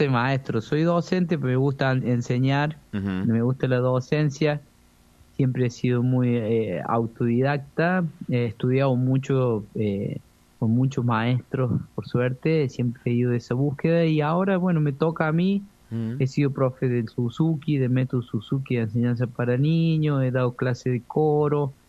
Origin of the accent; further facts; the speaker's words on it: Villa Dolores, Córdoba, Argentina; Son, de mis pagos, Villa Dolores, yo soy de Tras la Sierra, de Córdoba Oeste sería.